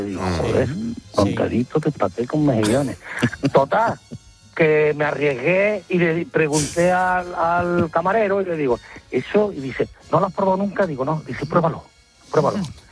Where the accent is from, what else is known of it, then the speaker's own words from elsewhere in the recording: Seville, Andalusia, Spain; Mira, yo por pura casualidad una vez en la Alfalfa, soy de Sevilla, en la Alfalfa en Sevilla estaba ahí tomando una copa allí con un amigo